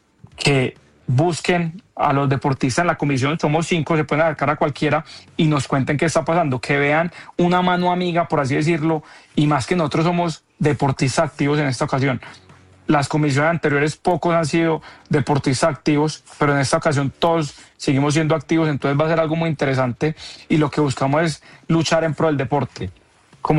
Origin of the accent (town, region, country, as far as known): Colombia